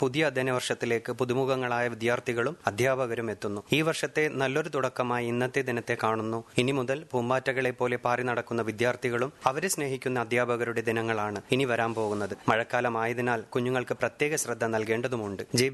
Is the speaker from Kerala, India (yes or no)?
no; Kavaratti, Lakshadweep, India; also born or lived in Kiltan; നാട്ടിലേക്കാണ് വരുന്നത്, കവരത്തിയിലേക്ക് വരുന്നു